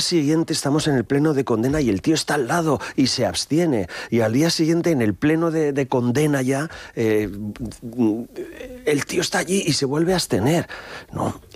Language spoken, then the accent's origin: Spanish; Irun, Basque Country, Spain; Yo soy de Irún, soy del 67, la misma edad que Miguel Ángel.